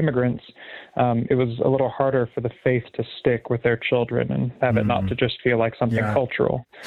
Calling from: Colorado Springs, Colorado, United States; Down in Colorado Springs

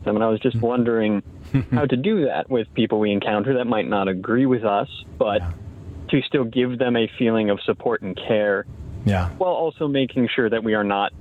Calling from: Orlando, Florida, United States

